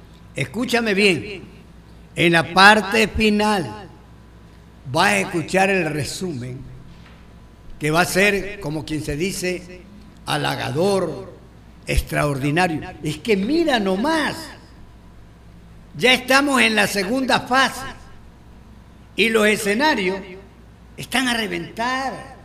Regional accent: Ecuador; soy un ecuatoriano demasiado nacionalista

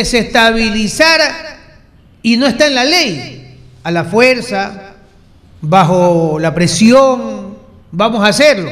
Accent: Ecuador; Somos los ecuatorianos los que vamos a ejercer nuestro derecho

